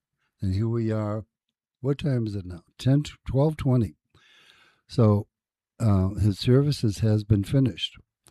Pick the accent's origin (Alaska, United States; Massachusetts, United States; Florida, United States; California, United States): Massachusetts, United States; Lowell; And I was in a roughly safe but sometimes dangerous neck of the woods in Lowell, in Centerville.